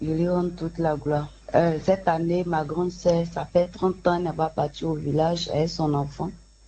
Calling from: Abidjan, Côte d’Ivoire; de Deux Plateaux.

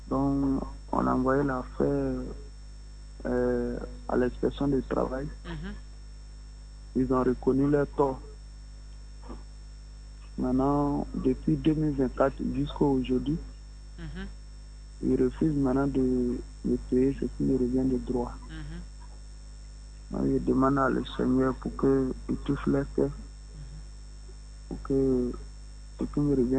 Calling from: Songon, Abidjan, Côte d’Ivoire; J'appelle de Sangon.

